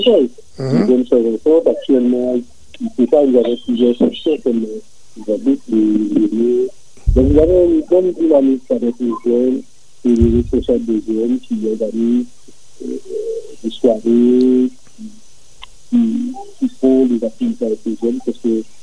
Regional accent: Guadeloupe; now in Lyon, France; Peut-être que tu ne te rappelles pas de moi, mais ça fait longtemps que j'ai quitté la Guadeloupe.

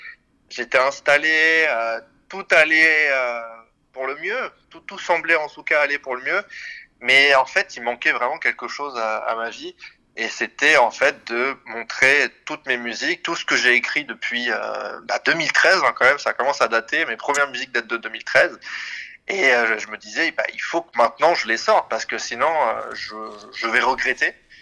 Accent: Paris, Île-de-France, France; now in Switzerland; Je suis originaire de Paris et j'habite maintenant en Suisse.

